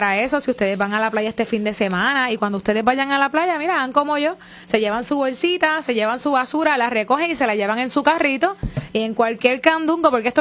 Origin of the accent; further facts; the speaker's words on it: Puerto Rico; esto nos engrandece como puertorriqueños